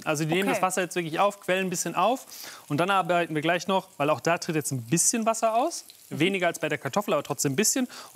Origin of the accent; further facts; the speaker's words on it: North Rhine-Westphalia, Germany; ich komme aus NRW